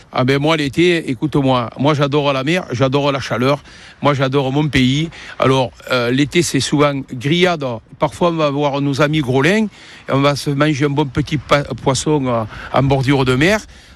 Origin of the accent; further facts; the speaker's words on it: Aigues-Mortes, Occitanie, France; Couillon, et oui, je suis d'Aigues-Mortes, moi. Je suis issu d'une vieille famille aigues-mortaise.